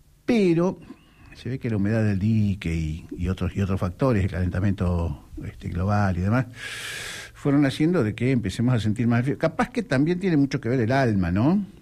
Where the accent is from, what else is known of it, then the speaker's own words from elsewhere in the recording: Mar del Plata, Buenos Aires Province, Argentina; born there; nací en Mar del Plata y tenía 5 años la primera vez que papá nos trajo.